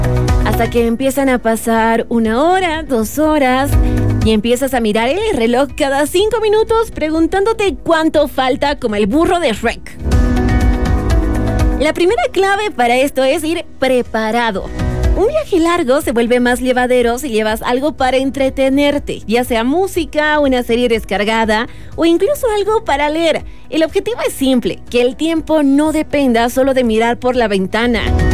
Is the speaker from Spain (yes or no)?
no; Bolivia; para los que somos de Bolivia